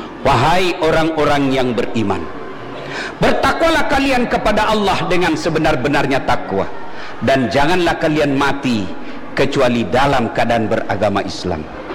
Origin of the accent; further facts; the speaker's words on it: South Sulawesi, Indonesia; Kalau kami orang Bugis tidak ada takut sama istri